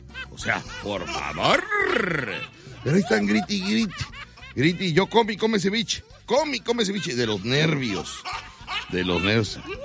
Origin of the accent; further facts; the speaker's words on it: Mexico; nos sentimos orgullosos de ser mexicanos.